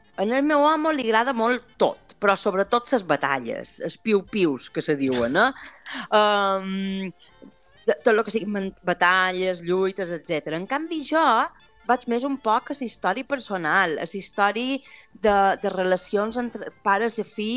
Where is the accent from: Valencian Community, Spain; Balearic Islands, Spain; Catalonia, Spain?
Balearic Islands, Spain; Mallorca; aquest amic nostre és de Menorca, nosaltres som de Mallorca